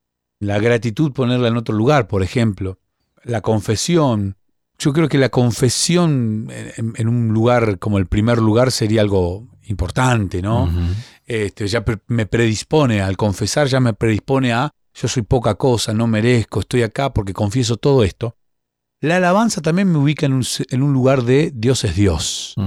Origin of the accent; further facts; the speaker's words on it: Bahía Blanca, Buenos Aires Province, Argentina; yo viví unos años en una casa, en mi ciudad natal, en Bahía Blanca